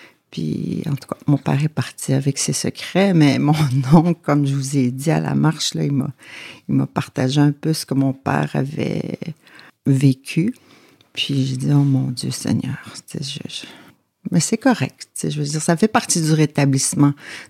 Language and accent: French; Uashat Mak Mani-utenam, Quebec, Canada; Oui, je viens de Magnotenam, comme vous dites. Je suis née à Québec en 1972.